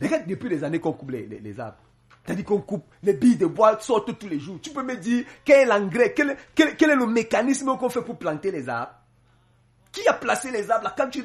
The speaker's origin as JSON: {"language": "French", "country": "Cameroon", "said": "Il y a un adage chez nous en Bassa qui dit « Mama gwele bondi burba yidjam »."}